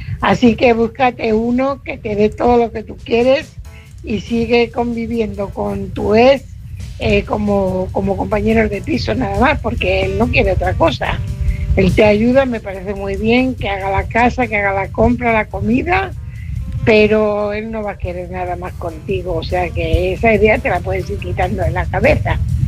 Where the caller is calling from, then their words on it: Fuenlabrada, Community of Madrid, Spain; corresponsal de Fuenlabrada.